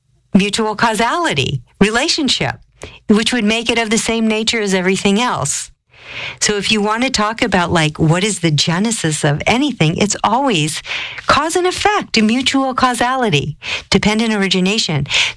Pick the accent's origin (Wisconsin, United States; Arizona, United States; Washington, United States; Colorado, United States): Colorado, United States; I come from Colorado. It's bone dry there.